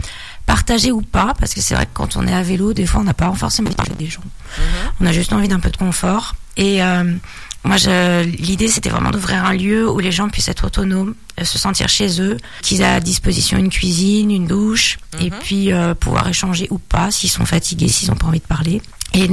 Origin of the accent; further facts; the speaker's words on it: Lyon, Auvergne-Rhône-Alpes, France; Alors moi je suis nouvelle aussi je suis nouvelle dans la Nièvre. Ici je suis lyonnaise et ça fait 10 ans que je suis venue.